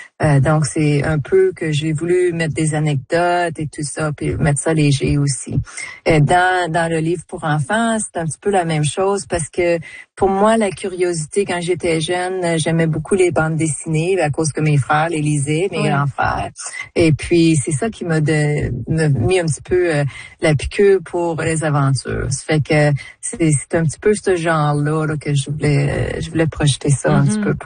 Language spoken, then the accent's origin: French; Quebec, Canada; Chez nous au Québec, c'était bien, c'était dans une petite bibliothèque